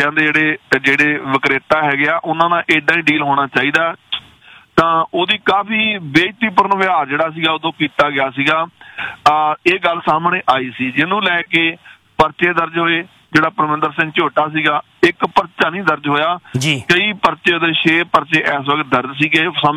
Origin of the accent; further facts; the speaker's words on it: Punjab, India; ਪਰ ਕਿਉਂਕਿ ਸਾਡੀ ਧਰਤੀ ਹੈ ਜੀ, ਅਸੀਂ ਜੰਮੇ ਪਲੇ ਹੈਗੇ ਹਾਂ, ਸਾਡਾ ਕੰਸਰਨ ਉੱਥੋਂ ਦਾ ਹੈ